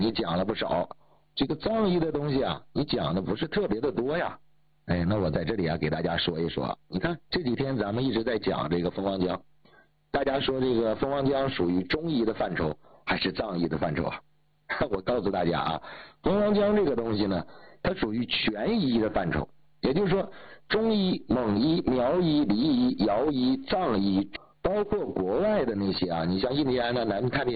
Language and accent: Chinese; Northeast China, China; 这个我们老家呀有个小院子，我们家是500多平米，我记得是560还是570，就这样的一个院子。那你看东北这个地方啊，那个年代呢这个房子都不大，所以说呢这个院子呀就比较大。